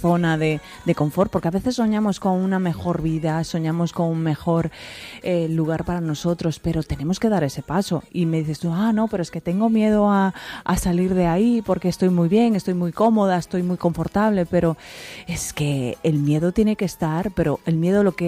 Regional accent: Tomiño, Galicia, Spain; moved away as an adult; now in Miami, United States; yo soy gallega, pero estoy en Miami

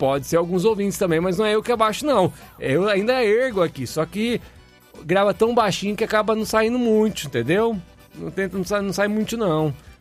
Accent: Araras, São Paulo, Brazil; Vivi aí passeando em Leme quando eu ainda morava em Araras, aí na minha terra natal.

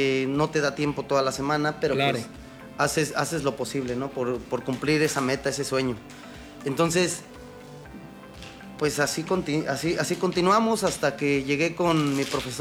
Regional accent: Mexico City, Mexico; now in Ciudad del Carmen, Mexico; Entonces, pues vengo de la Ciudad de México, donde se entrena o es muy natural el ver un cuadrilátero o un gimnasio. Y entonces aquí de la nada llego a Ciudad del Carmen

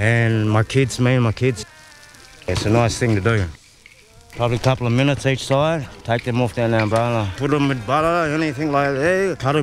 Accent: Dubbo, New South Wales, Australia; people are Kunya Barkindji from Darling River, northwest of New South Wales, and I've been raised in Dubbo, Wiradjuri country.

